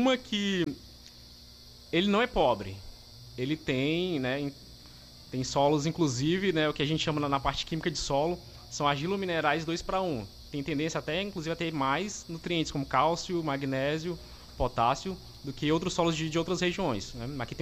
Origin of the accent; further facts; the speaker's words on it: Rondônia, Brazil; mas eu posso trazer um pouco da experiência que eu vim de Rondônia, né?